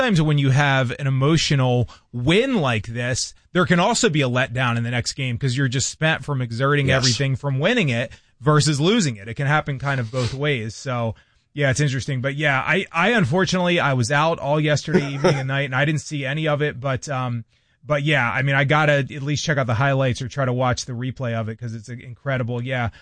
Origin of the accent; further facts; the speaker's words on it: East Coast, United States; moved away as an adult; now in Midwest, United States; I grew up on the East Coast. Maybe I still have that East Coast bias. I don't think that I do. I've been in the Midwest for most of my adult life